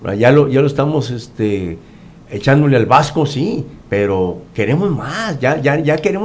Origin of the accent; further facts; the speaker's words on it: Mexico; Somos mexicanos, aceptamos lo que tenemos